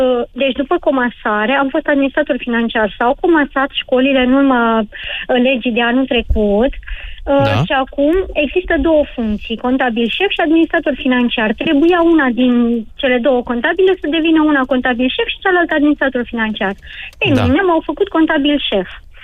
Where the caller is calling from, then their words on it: Cugir, Alba County, Romania; Orașul e foarte mic. Am zis … din Alba Iulia, dar sunt din Cugir. E un oraș micus de tot.